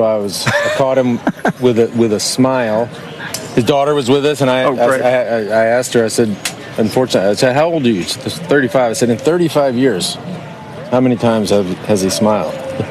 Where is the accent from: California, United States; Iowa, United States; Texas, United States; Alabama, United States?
Texas, United States; I grew up in outside of Dallas